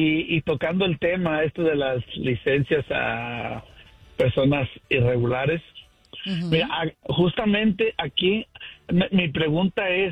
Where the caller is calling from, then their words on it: Sacramento, California, United States; Hablamos aquí de Lares, Sacramento, California.